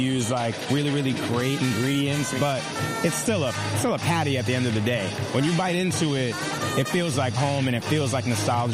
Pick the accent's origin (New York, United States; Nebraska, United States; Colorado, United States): New York, United States; New York City; I grew up in New York, just like you. And Jamaican food was always a mainstay for me, especially like living in the Bronx.